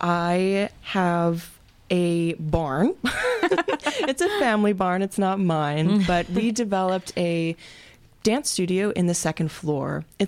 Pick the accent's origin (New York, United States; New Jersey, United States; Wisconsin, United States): Wisconsin, United States; Door County; I'm from Door County